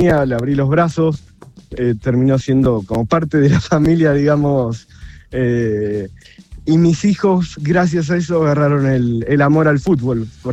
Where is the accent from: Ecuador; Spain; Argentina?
Argentina; moved away as an adult; now in Dallas, United States